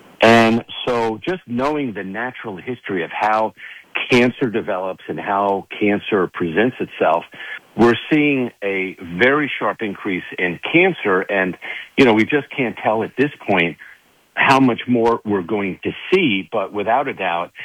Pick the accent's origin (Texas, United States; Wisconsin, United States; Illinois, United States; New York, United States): New York, United States; New York City; being a New Yorker myself, my wife's two brothers were firefighters.